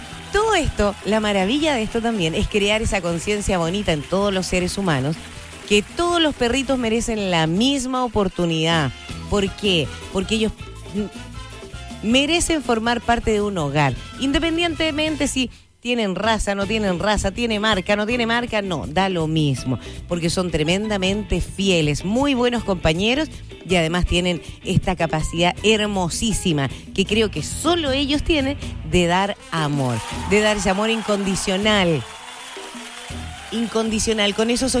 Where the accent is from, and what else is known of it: Chile